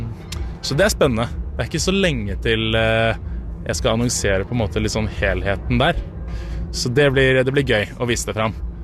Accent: Sandefjord, Vestfold, Norway; I og med at jeg kommer fra Sandefjord og har vært på Slottsfjell som publikummer flere ganger enn jeg kan telle omtrent.

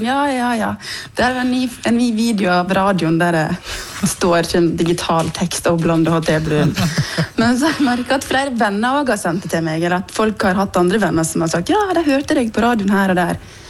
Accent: Western Norway, Norway; moved away; jeg har vært hjemme på Vestlandet

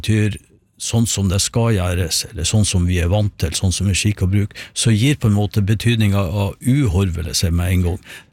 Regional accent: Sandnessjøen, Nordland, Norway; for det kommer vi fra Sandnessjøen, og når jeg ser imot fjellene der, så ser jeg et fjell som egentlig heter Horva.

